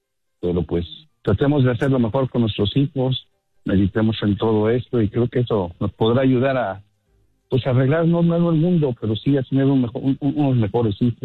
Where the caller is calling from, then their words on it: Vero Beach, Florida, United States; yo soy … de aquí de la Florida, exactamente de Vero Beach